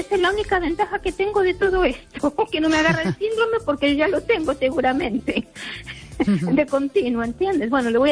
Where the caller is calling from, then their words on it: Ourense, Galicia, Spain; de Orense.